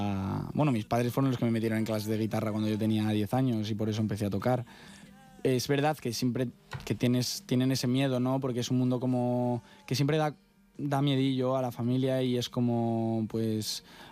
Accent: Valladolid, Castile and León, Spain; now in Madrid, Spain; Yo ahora que vivo en Madrid, yo todas las semanas me cojo un tren a Valladolid un día para estar con mi familia

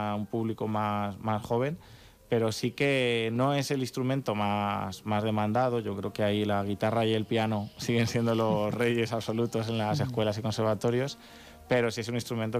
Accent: Pedro Muñoz, Castilla-La Mancha, Spain; se trasladó allá a mi pueblo, a Pedro Muñoz. Ciudad Real.

